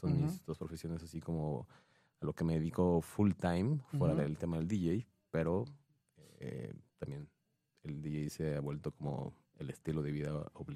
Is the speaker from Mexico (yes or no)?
yes; Mexico City, Mexico; Bueno, soy un ciudadano del Distrito Federal en esos tiempos. No es, antes de que fuera una marca.